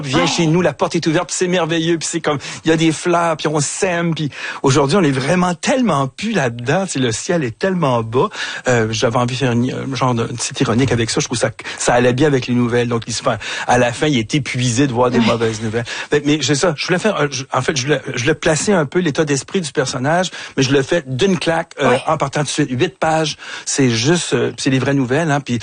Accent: Montreal, Quebec, Canada; born or raised there

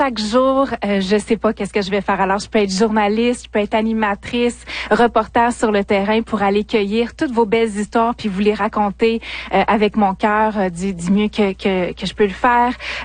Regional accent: Saint-Jérôme, Quebec, Canada; moved away as an adult; also born or lived in Montreal; now in Rouyn-Noranda, Canada; Je suis originaire de Saint-Jérôme.

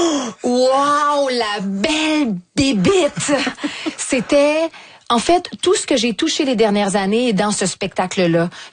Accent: Quebec, Canada; accent: Quebec; Mais j'ai un fort accent québécois et je pense que ça amenait beaucoup un côté comique aussi à côté des autres qui étaient des anglophones.

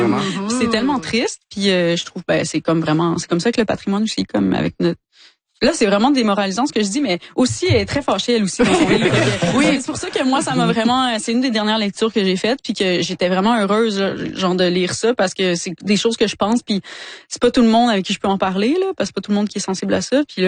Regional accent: Quebec, Canada; Ouais, ma famille vient du bas du fleuve aussi, mais ouais, j'ai grandi en Gaspésie.

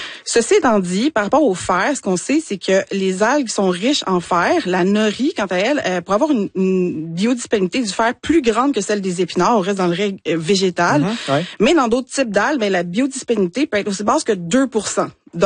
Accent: Quebec, Canada; moi, je suis gaspésienne

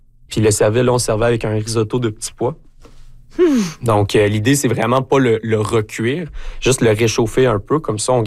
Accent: Gatineau, Quebec, Canada; Moi, à la base, je suis de Gatineau

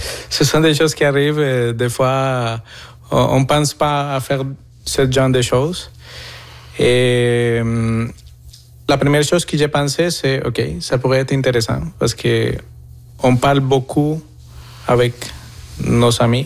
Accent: Colombia; now in Canada; Je viens de la Colombie. Je suis ici avec ma famille, ma femme et mes enfants. J'ai un garçon qui est colombien et une fille qui est québécoise, canadienne.

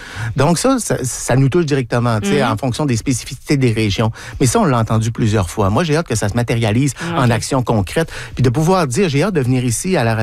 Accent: Quebec, Canada; chez nous, au Québec

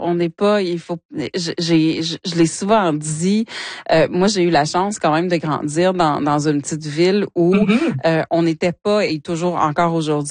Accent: Hearst, Ontario, Canada; parce que j'ai été élevée à Hearst, pour ne pas le nommer, dans le Nord, je ne suis pas minoritaire.

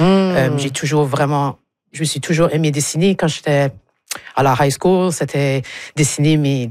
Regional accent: Shippagan, New Brunswick, Canada; moved away as an adult; now in Moncton, Canada; Moi, je suis originaire de Chipagan.

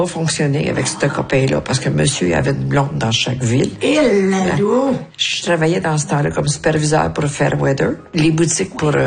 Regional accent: Quebec City, Quebec, Canada; born there; also born or lived in Montreal, Canada / Toronto, Canada; Moi je suis native de Montréal, mais j'ai passé une grosse partie de ma vie à Québec.

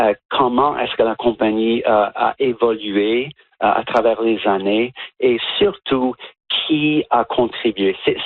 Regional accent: New Brunswick, Canada; moved away; je suis actuellement, je vous parle du Nouveau-Brunswick, là d'où je viens. Je suis là en vacances pour voir la famille.

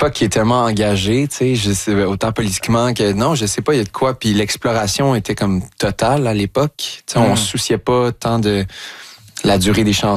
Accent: Longueuil, Quebec, Canada; Moi, j'ai grandi dans le Vieux-Longueuil, puis lui aussi habitait là.

